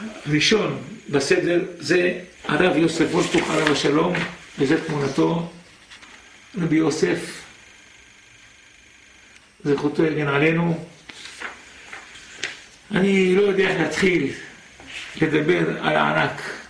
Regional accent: Jerusalem, Jerusalem District, Israel; born there

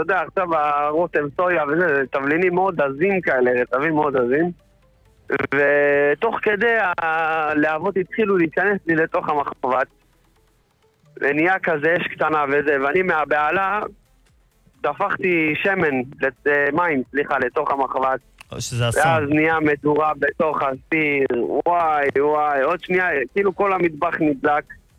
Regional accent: Beit Shemesh, Jerusalem District, Israel; אני מבית שמש.

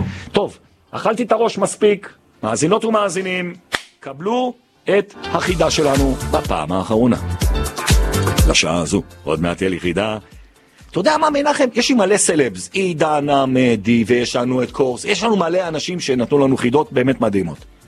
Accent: Jerusalem, Jerusalem District, Israel; עכשיו אני ירושלמי, נולדתי קצת מוזר. לא יודע, אני אוהב את ירושלים בצורה דבילית לגמרי.

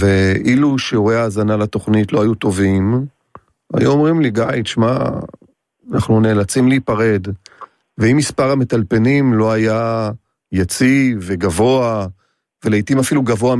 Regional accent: Herzliya, Tel Aviv District, Israel; כששואלים אותי מאיפה אני אומר, מהרצליה.

